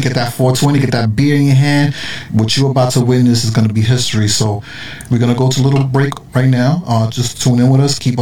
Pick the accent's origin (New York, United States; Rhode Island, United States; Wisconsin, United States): New York, United States; Bronx; my story is, I was born and raised in the Bronx. Like, I love, like, you know, I was born and raised by Yankee Stadium. Shout out to, you know, High Bridge, Yankee Stadium.